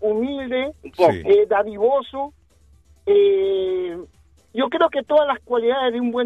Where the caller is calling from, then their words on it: Peru; como peruano que soy